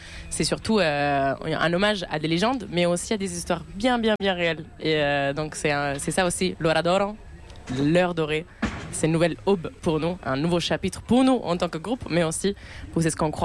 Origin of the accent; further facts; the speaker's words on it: Perugia, Umbria, Italy; French is a second language; À la base, c'est un vrai lieu qui existe en Italie, d'ailleurs à côté de chez moi, à Perugia, au centre de l'Italie.